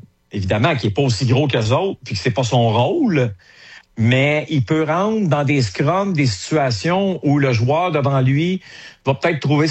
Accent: Hull, Quebec, Canada; C'est que, tu sais, moi, j'ai grandi à Hull.

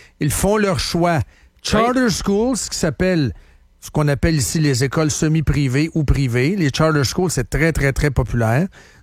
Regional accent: Quebec, Canada; parce qu'on est fragiles, nous autres, on est des Québécois, puis on veut survivre.

